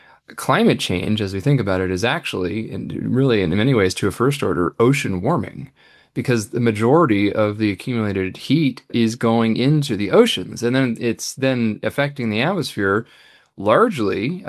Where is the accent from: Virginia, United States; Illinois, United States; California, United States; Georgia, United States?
California, United States; San Francisco; I grew up in Northern California, first in San Francisco, and then up a little bit north on the other side of the Golden Gate Bridge. I grew up in and around the ocean and ocean-connected bodies of water sailing on San Francisco Bay